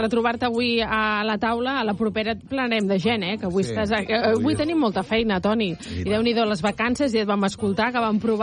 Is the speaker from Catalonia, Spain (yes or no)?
no; Valencian Community, Spain; Com a valenciana que soc.